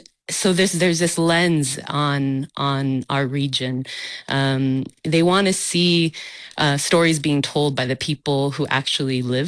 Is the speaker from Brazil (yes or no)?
no; El Paso, Texas, United States; I grew up in El Paso